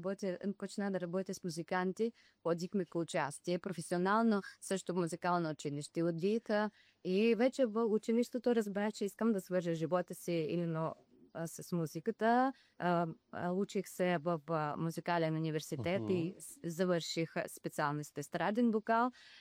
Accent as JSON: {"language": "Bulgarian", "town": "Hlavan", "region": "Odesa Oblast", "country": "Ukraine", "lives_now": "Sozopol, Bulgaria", "said": "Защото съм бесарабска българка, да, от Украина, цело Главан."}